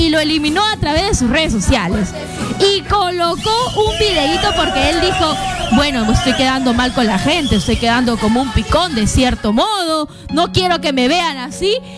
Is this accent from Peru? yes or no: yes; Peru